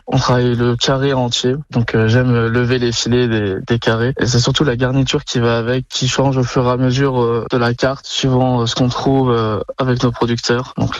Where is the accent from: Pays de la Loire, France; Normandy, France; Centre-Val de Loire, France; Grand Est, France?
Grand Est, France; Metz; je suis originaire de Metz à la base. J'ai fait mes études à Metz. Je me voyais pas m'installer autre part pour ma première affaire que chez moi.